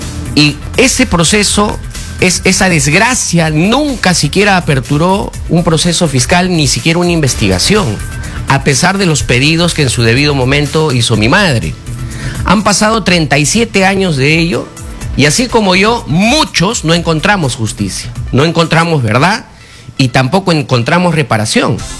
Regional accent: Ayacucho, Peru; Yo soy de Ayacucho

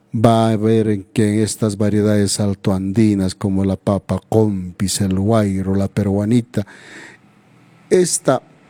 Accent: Peru; en nuestra patria, el Perú

